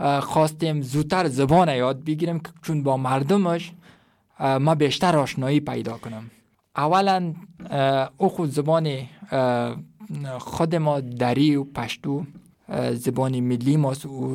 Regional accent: Afghanistan; moved away; also born or lived in India / Turkey; واقعا خیلی مرا درد میتک که شرایط وطن خودم میبینم.

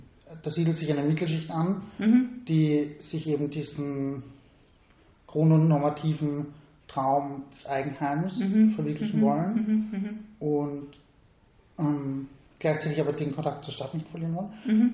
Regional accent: Lower Austria, Austria; ich komme aus Niederösterreich, ich kenne Niederösterreich, ich war auf jedem Landdorf, Jugendfestel etc.

